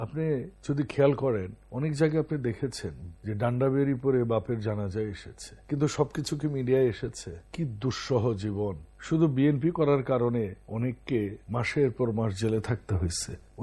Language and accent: Bangla; Naogaon, Rajshahi Division, Bangladesh; আমার বাড়ি নওগাঁ, আমি আক্কেলপুর স্টেশন থেকে ট্রেনে স্লিপিং ঘুমাতাম।